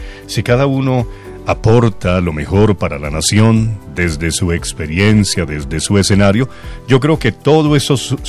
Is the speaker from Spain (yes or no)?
no; Colombia; nosotros nacimos en Colombia, tenemos un pasaporte colombiano, tenemos una cédula de ciudadanía colombiana, un registro civil que indica que nacimos en Colombia.